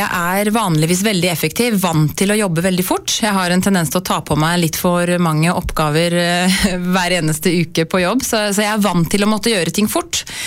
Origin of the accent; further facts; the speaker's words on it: Fredrikstad, Østfold, Norway; born there; also born or lived in Sarpsborg; Jeg egentlig er født i Fredrikstad og bodde der til jeg var 10. Og så havna jeg over på andre siden av Rollsøybrua. Jeg har bodd rett på hver sin side av brua egentlig, mesteparten av livet mitt.